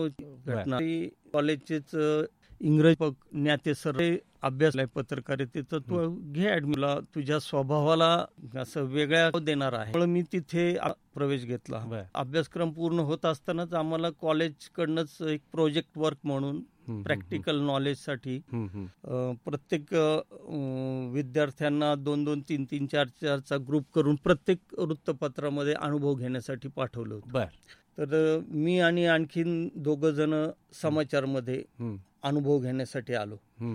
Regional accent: Ahmednagar district, Maharashtra, India; born there; also born or lived in Shrigonda / Jamkhed / Pathardi; माझं वडिलांच्या नोकरीमुळं माझं बालपण तसं जिल्हाभर गेलं, म्हणजे अनेक ठिकाणी आम्ही होतो, म्हणजे माझा जन्मनगरचा, पण शिक्षणानिमित्त मी श्रीगोंदा, जामखेड, पाथर्डी अशा बऱ्याच ठिकाणी फिरलो

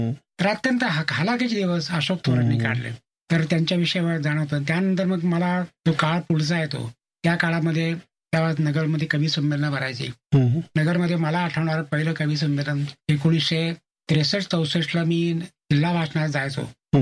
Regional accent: Maharashtra, India; 1960 साली मी ग्रामीण भागातून नगरला शिक्षणासाठी आलो. आमच्या आई वडिलांनी आम्हा 5 भावाला नगरला आणून सोडलं.

